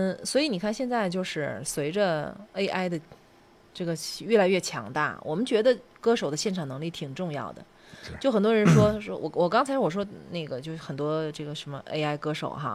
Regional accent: Northeast China, China; moved away as an adult; now in Xinjiang, China; 都说我们东北人很直，

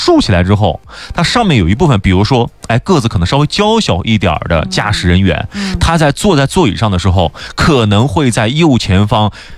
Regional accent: China; 我们中国人

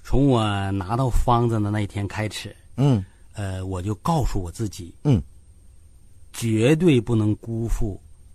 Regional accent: Jilin, China

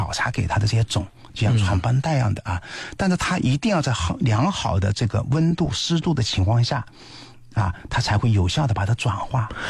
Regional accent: China; 我们中国人啊，生长在这个地方的中国人

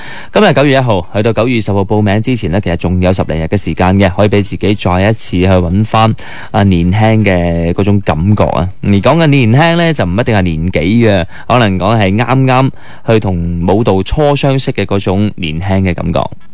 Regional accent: Guangdong, China; 我哋广东人

